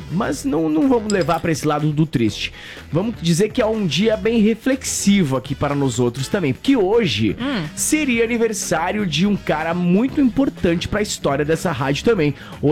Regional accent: Itapiranga, Santa Catarina, Brazil; also born or lived in Florianópolis; now in Chapecó, Brazil; eu saí de Itapiranga pra fazer faculdade em Florianópolis, trabalhei na reitoria da UFSC, né?

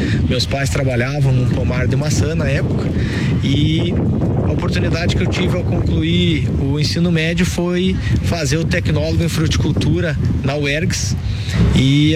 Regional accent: São Leopoldo, Rio Grande do Sul, Brazil; moved away as an adult; also born or lived in Vacaria; now in Ireland; Eu sou gaúcho, natural de São Leopoldo.

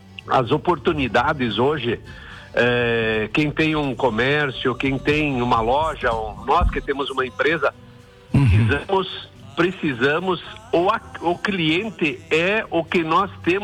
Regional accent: Concórdia, Santa Catarina, Brazil; da onde que tu é? Concórdia.

